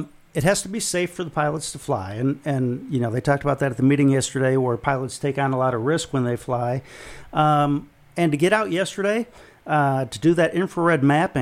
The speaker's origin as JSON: {"language": "English", "region": "South Dakota", "country": "United States", "said": "I'm from South Dakota."}